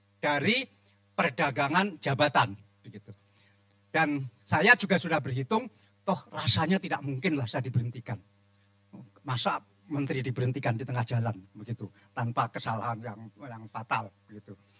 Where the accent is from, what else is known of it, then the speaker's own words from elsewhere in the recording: Java, Indonesia; Saya orang Jawa